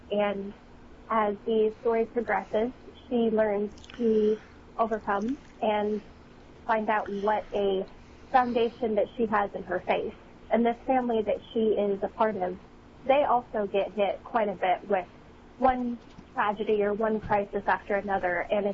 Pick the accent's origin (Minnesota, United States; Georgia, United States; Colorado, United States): Colorado, United States; moved away; back in my home state in Colorado.